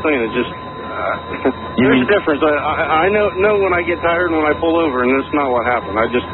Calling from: Indianapolis, Indiana, United States; I come back from Illinois going towards Indianapolis, so I'm calling from Indianapolis.

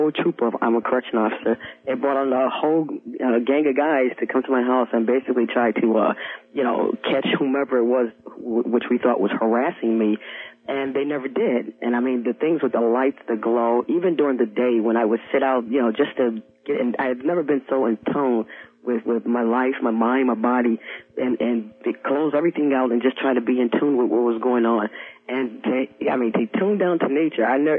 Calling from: New York, United States; calling from Western New York.

